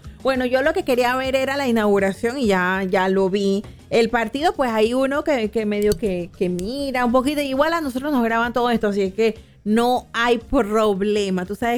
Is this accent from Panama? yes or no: yes; Panama; cuando juegue nuestro Panamá